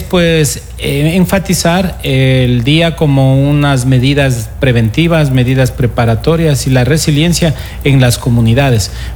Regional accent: Ecuador; nosotros como ecuatorianos

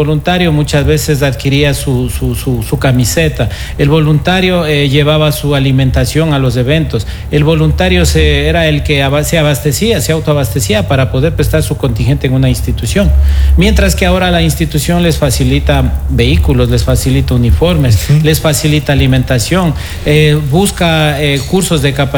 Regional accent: Ecuador; nosotros como ecuatorianos

